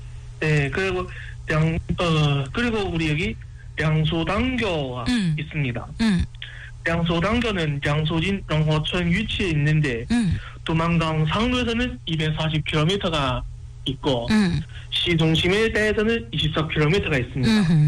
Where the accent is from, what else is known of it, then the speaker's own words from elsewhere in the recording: Hunchun, Jilin, China; Korean is a second language; moved away as an adult; now in Tumen, China; 나는 훈촌에서 온 분이